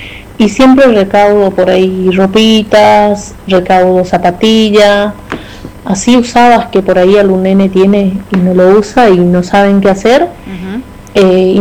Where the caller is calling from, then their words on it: Argentina; Yo vivo en Villa Cristian … vivo en Almirante Brown, cerca del Club Independiente